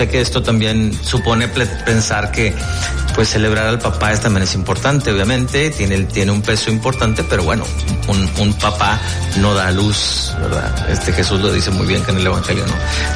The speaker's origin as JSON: {"language": "Spanish", "country": "Mexico", "said": "Somos muy mexicanos, sí."}